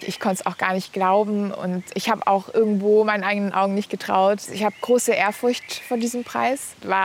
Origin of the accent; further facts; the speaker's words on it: Berlin, Germany; ich komme aus Berlin, Jahrgang 98.